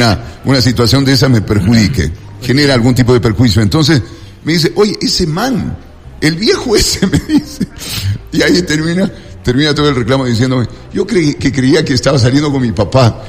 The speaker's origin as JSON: {"language": "Spanish", "town": "Quito", "region": "Pichincha", "country": "Ecuador", "lives_now": "Cuenca, Ecuador", "said": "Y la verdad, yo viviendo en Cuenca sí me doy cuenta que los quiteños cantamos. Yo no, porque yo no tengo acento quiteño. Yo tengo un mix de dónde he vivido, de la familia que tengo, porque tengo familia tanto costeña como serrana."}